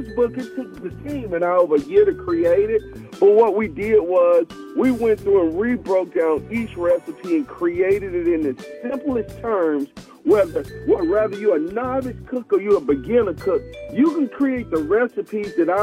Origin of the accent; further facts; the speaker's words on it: Mississippi, United States; my father was Creole, as a matter of fact, and that's who really influenced that in me while I was growing up in Mississippi.